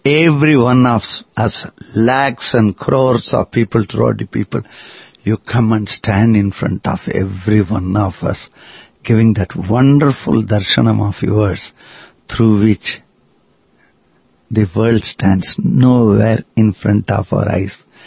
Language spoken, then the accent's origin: English; Tamil Nadu, India; my first native place is Prashanti Nilayam, though I am from Tamil Nadu